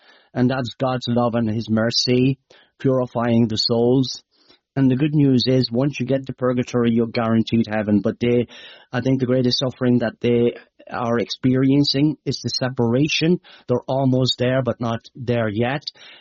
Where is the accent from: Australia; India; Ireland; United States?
Ireland; Midlands; Some of you are Irish might know, my accent might be hard to understand, but for the American Americans might be able to understand me, you know. It's in the Midlands of Ireland, the Midlands in Ireland.